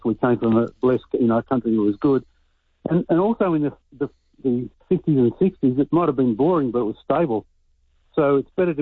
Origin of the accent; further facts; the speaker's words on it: Australia; born there; I was born in Australia and I've got distant Aboriginal descent.